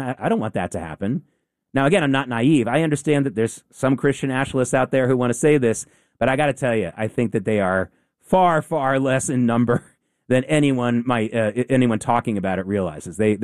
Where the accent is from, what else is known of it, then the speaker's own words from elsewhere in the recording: the South, United States; I grew up in the South.